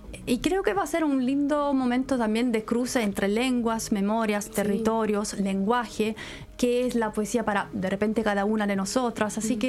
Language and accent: Spanish; Naples, Campania, Italy; first language Neapolitan; Spanish is a second language; moved away as an adult; now in Santiago, Chile; Yo digo, soy italiana, pero yo siempre tengo que agregar, soy de Nápoles.